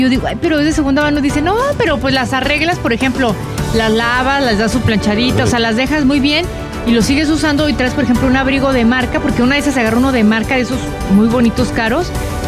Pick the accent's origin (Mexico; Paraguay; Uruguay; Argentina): Mexico; yo la quiero como buena mexicana, buena